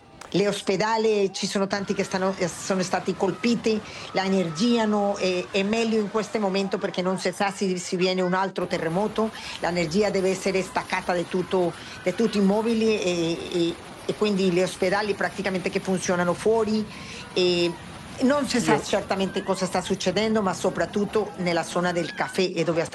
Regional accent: Pereira, Risaralda, Colombia; born there; Italian is a second language; io sono nata in Pereira, sono originalmente della città di Pereira

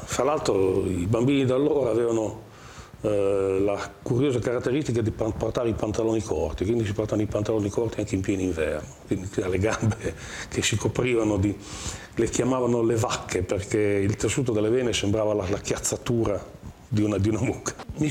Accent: Tuscan-Emilian Apennines, Italy; also born or lived in Modena; sono nato a Modena, ma per motivi proprio legati alla guerra mi hanno portato su nella casa dei nonni, che in un paese dell'Appennino tosco-emiliano. E lì sono cresciuto

